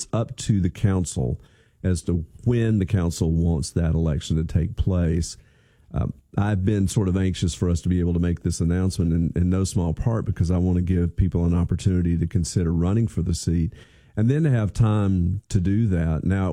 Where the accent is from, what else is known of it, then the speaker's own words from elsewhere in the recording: Birmingham, Alabama, United States; also born or lived in Bloomington, Indiana; now in Columbia, Missouri, United States; I grew up in Birmingham.